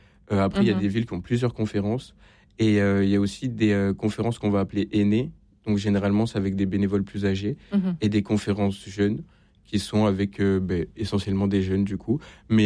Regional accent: Montpellier, Occitanie, France; parce que de base, je viens de Montpellier.

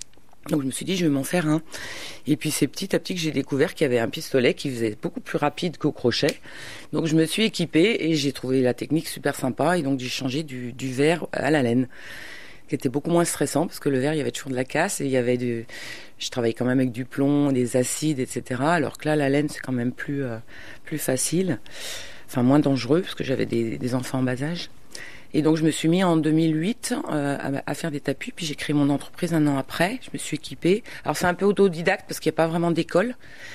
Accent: Saint-Étienne, Auvergne-Rhône-Alpes, France; also born or lived in London / Provence; now in Brittany, France; Je suis originaire de Saint-Étienne, mais j'ai vécu à Londres et puis je me suis retrouvée en Provence pendant 20 ans et je supportais plus la chaleur.

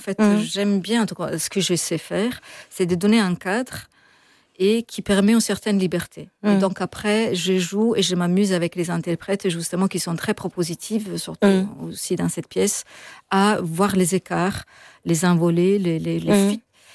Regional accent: Florence, Tuscany, Italy; moved away; je viens de Florence

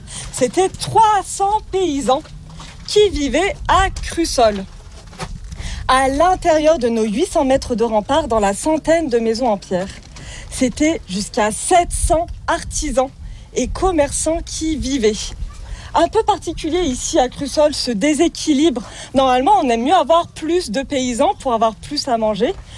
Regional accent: Guilherand-Granges, Auvergne-Rhône-Alpes, France; born there; Ouais, je suis née à Dieurengrange.

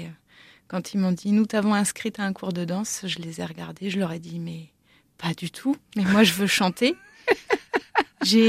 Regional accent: Mayenne, Pays de la Loire, France; Et là où j'ai grandi, en Mayenne également

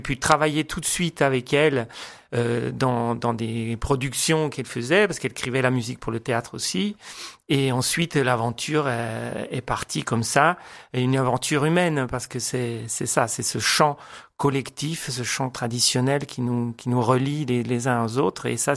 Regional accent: Geneva, Switzerland; born there; moved away; also born or lived in Rome, Italy; Je suis né à Genève, d'accord, mais je reste romain d'adoption. J'aime bien dire ça parce que j'ai vécu longtemps là-bas et je reste vraiment ma patrie de cœur aussi, l'Italie et Rome en particulier.

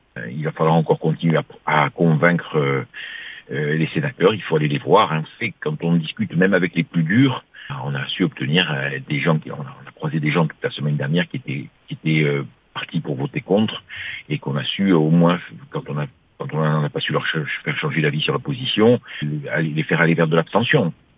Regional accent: Sainte-Lucie-de-Porto-Vecchio, Corsica, France; chez moi, à Sainte-Lucie

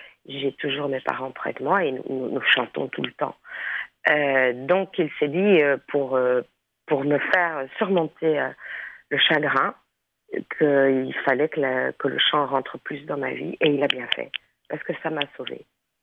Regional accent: Brussels, Brussels-Capital Region, Belgium; moved away as an adult; Bon, d'abord, moi, je suis bruxelloise. Je suis née et j'ai grandi et j'ai vécu à Bruxelles jusqu'à mes quoi, 23-24.

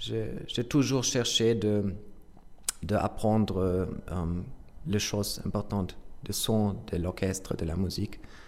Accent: Germany; French is a second language; moved away as an adult; J'ai grandi sur Lac de Constance. C'est dans le sud de l'Allemagne.

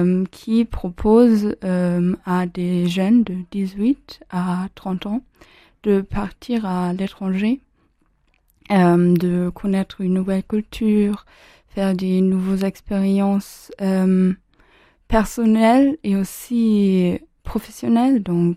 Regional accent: Germany; French is a second language; moved away as an adult; now in Grenoble, France; je viens d'Allemagne et j'ai 19 ans. Et moi, je suis venue à Grenoble après mon bac

